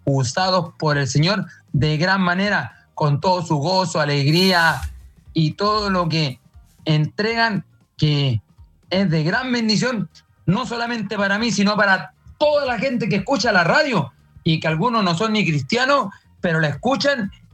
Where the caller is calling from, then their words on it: Antofagasta, Chile; acá su hermano … de Antofagasta